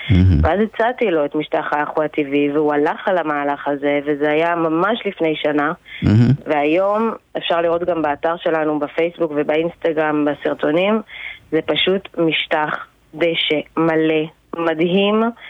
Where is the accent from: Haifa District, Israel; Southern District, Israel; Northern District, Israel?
Haifa District, Israel; הבית ספר של הילדות שלי, בחוף הכרמל